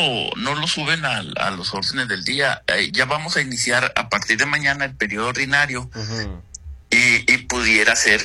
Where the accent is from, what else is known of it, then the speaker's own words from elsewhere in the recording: Ciudad Juárez, Chihuahua, Mexico; Sí, soy de Juárez.